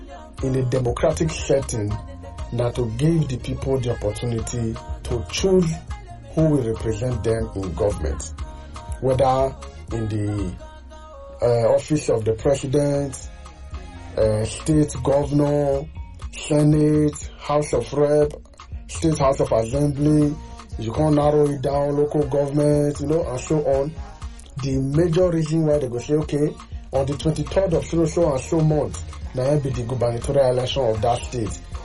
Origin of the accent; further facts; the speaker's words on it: Nigeria; even me as a Nigerian, I never can understand.